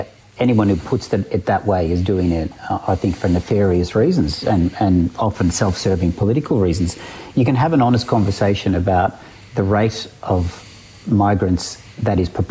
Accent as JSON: {"language": "English", "country": "Ireland", "moved": "yes", "lives_now": "Australia", "said": "So I think Australians, including migrant Australians, and I'm a migrant from Ireland"}